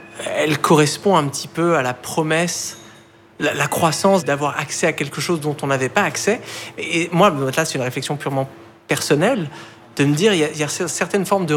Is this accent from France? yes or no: yes; Bailly, Île-de-France, France; Oui, ça s'appelle Bailly, c'est un petit village de quelques milliers d'habitants, c'est quand même la campagne, c'est coincé entre les plaines de Versailles, dont un grand domaine agricole, et la forêt de Marly.